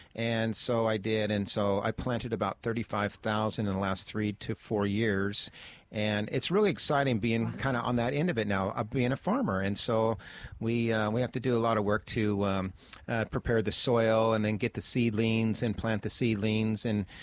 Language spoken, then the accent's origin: English; Washington, United States; now in Ventura, United States; growing up in Washington, I was always out in the woods, cutting firewood and so forth.